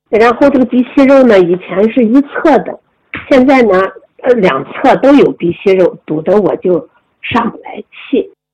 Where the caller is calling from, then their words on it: Taizhou, Zhejiang, China; 叶老师好。